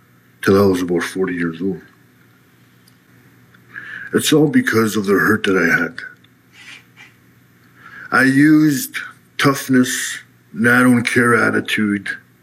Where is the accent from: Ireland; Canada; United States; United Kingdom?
Canada; North Caribou Lake, Ontario; I'm from North Kerbal Lake, also known as Round Lake, Yagamal Lake.